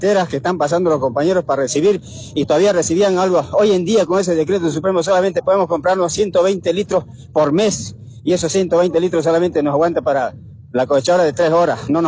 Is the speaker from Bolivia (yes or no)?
yes; Bolivia; como productores y en sí como bolivianos.